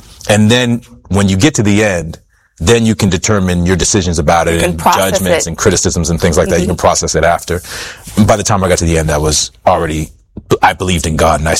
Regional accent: Halifax, Nova Scotia, Canada; And I got a show that was shooting in my hometown of Halifax.

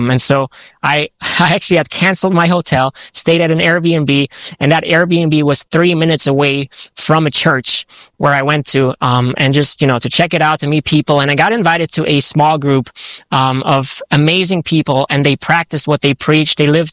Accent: Germany; also born or lived in France; And so I grew up in that context, growing up in Germany most of my life. I was in France too. My parents sent me to a high school in Paris.

